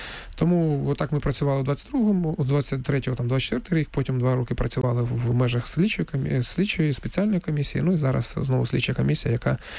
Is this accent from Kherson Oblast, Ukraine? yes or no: no; Donetsk, Donetsk Oblast, Ukraine; тому що дійсно я сам з Донецька і вперше відчув на себе і на своїй, як то скажуть, шкурі, і на власному досвіді.